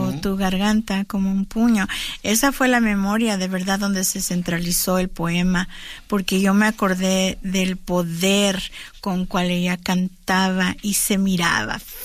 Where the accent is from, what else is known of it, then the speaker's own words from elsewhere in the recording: California, United States; Muy diferente a esa identidad que tenemos nosotras como chicanas aquí en California, pero para mí es una hermana. Los tejanos son mis hermanos porque somos nacidos aquí.